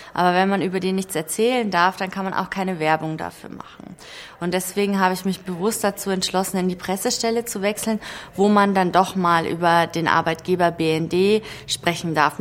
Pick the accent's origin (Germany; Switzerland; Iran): Germany; Bavaria; moved away as an adult; now in Berlin, Germany; Ich bin nämlich aus Bayern